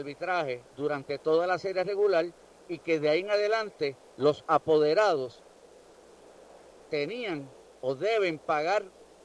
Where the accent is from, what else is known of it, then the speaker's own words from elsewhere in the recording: Puerto Rico; nuestra isla de Puerto Rico.